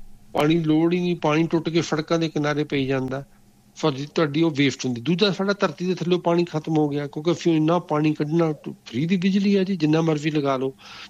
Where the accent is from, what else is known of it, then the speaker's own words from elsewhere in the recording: Punjab, India; ਹੁਣ ਉੱਥੇ ਮਤਲਬ ਮੇਰਾ ਪਿੰਡ ਹੈ ਮੇਰੇ ਪਿੰਡ ਦੇ ਆਲੇ ਦੁਆਲੇ ਸਾਰੇ ਰੁੱਖ ਕੱਟੇ ਗਏ ਸੀ